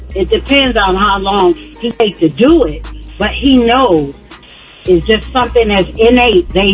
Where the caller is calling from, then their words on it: Hemingway, South Carolina, United States; I'm calling from Hemingway, South Carolina.